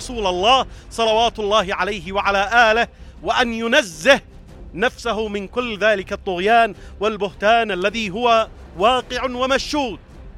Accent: Yemen; أبناء شعبنا اليمني

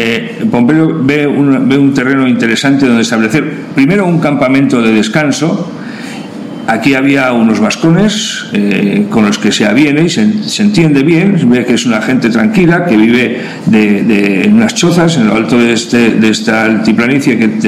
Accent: Pamplona, Navarre, Spain; yo soy de Pamplona, vivo en Pamplona, de familia de Pamplona, y desde niño me he estado preguntando cómo era esto

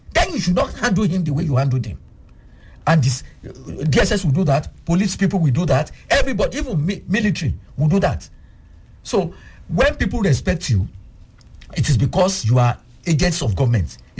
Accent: Ogun, Nigeria; Will they not say that I'm from Yoruba ethnic stock in Nigeria? Will they not trace my origin to Ogun State?

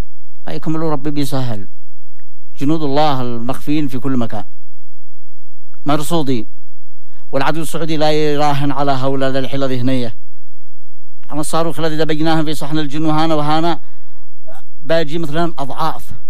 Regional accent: Yemen; احنا بنحلها يمنيين

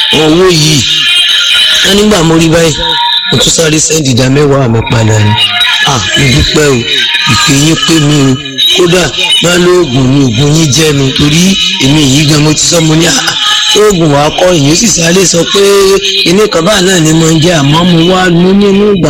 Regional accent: Ilorin, Kwara, Nigeria; Ọmọ Ìlọrin ni mí tí mo kéwu tí mo mọ̀ túmọ̀ rẹ̀.

